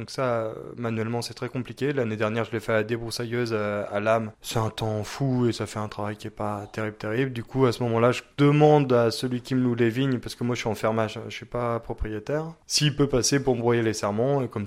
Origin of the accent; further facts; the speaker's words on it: Angers, Pays de la Loire, France; Moi, je viens d'Angers à la base, j'ai fait un BTS à viticulture et œnologie à Saumur et je suis arrivé au Pic Saint-Loup après mon BTS, donc à 22 ans.